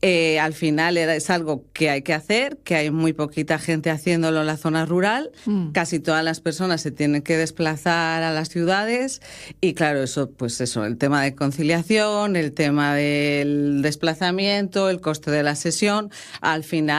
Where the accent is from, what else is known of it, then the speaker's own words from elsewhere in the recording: Santander, Cantabria, Spain; now in Caravia, Spain; Pues yo ya me empecé a especializar antes de venir a vivir aquí a Asturias, que yo soy de Santander. Y al principio, claro, pues era hace 12 años que llevo aquí. Me vine a vivir a Caravia